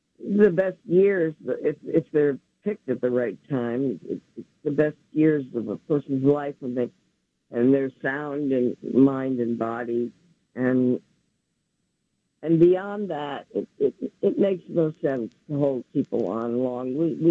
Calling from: New York City, New York, United States; from the Upper West Side.

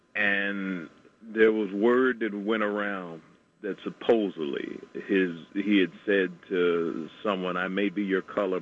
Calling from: New York City, New York, United States; … out of Queens

